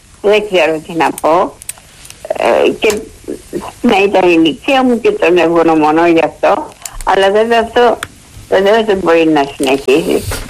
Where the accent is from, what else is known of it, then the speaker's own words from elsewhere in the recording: Athens, Attica, Greece; born there; now in Piraeus, Greece; Κοιτάξτε, εγώ Αθήνα γεννήθηκα. Αλλά βέβαια τώρα από χρόνια μένω στο Πειραιά.